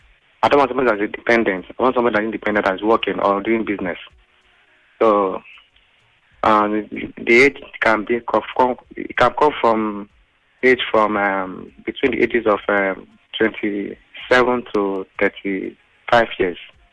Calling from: Lagos, Nigeria; I'm calling from Jeshatedu, in Lagos State. I'm 43 years of age, a single man. I was married before

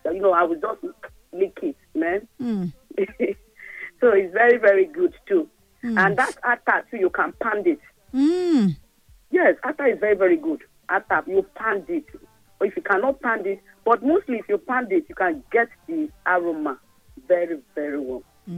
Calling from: Akwa Ibom, Nigeria; Actually, I'm from Akwa Ibom.

